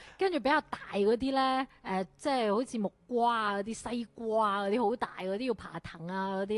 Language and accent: Cantonese; Guangzhou, Guangdong, China; 我哋广州人最怕就係晒，最怕就係熱。